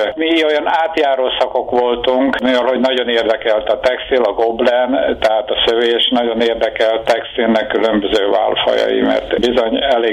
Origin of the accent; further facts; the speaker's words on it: Békéscsaba, Békés, Hungary; moved away as an adult; now in Szentendre, Hungary; 1939-ben, március 4-én születtem Békés Csabán.